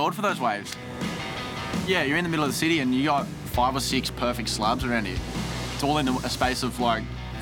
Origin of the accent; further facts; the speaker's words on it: Sydney, New South Wales, Australia; Growing up in Maroubra